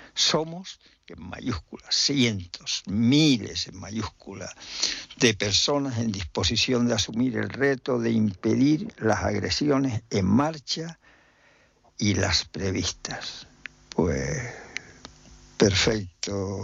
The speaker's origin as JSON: {"language": "Spanish", "town": "Guatiza", "region": "Canary Islands", "country": "Spain", "tie": "born there", "said": "en la parte alta de Guatiza, donde está la casa, donde yo nací, y está todavía."}